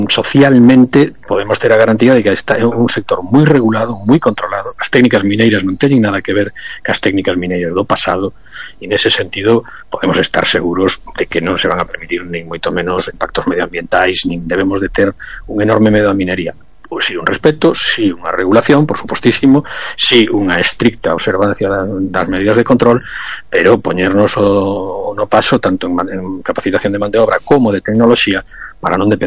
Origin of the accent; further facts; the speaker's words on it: Galicia, Spain; tamén unha responsabilidade como europeos que somos, españoles que somos e galegos que somos